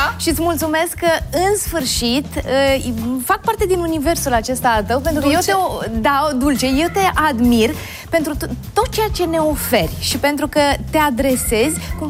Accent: Piatra Neamț, Neamț County, Romania; Eu sunt din Piatra Neamț

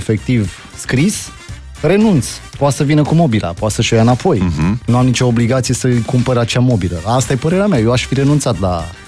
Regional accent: Tecuci, Galați County, Romania; now in Bucharest, Romania; Dacă eram în orașul natal, în Tecuci

